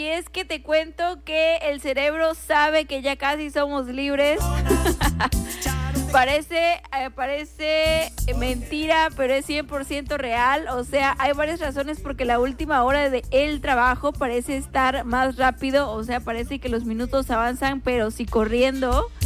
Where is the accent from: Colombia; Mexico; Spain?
Mexico